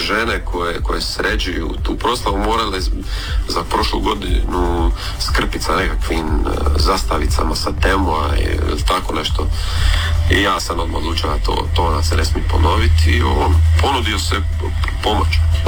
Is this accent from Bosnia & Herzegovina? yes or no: no; Orebić, Dubrovnik-Neretva County, Croatia